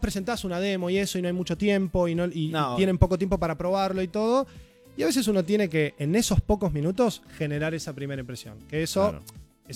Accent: Argentina; ¿de dónde son ustedes? De Argentina.

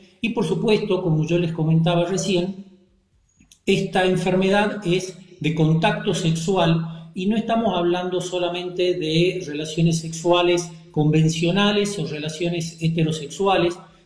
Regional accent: Tucumán, Argentina; sobre todo acá en el norte de la República Argentina, por ahí. Me traicionó un poquito la tonada, soy de Tucumán.

